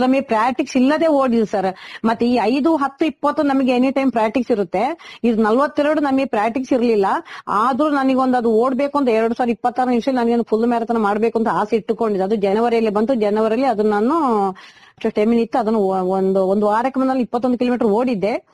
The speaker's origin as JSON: {"language": "Kannada", "region": "Karnataka", "country": "India", "said": "ಮತ್ತೆ ನನ್ನನ್ನು ನಮ್ಮ ಊರಲ್ಲೆಲ್ಲ ಗುರುತಿಸಿದ್ದಾರೆ. ಕುಂಬಳಚೇರಿಯಲ್ಲಿ ಚಿಗುರುನವರು ನನ್ನನ್ನು ಗುರುತಿಸ್ತಾರೆ"}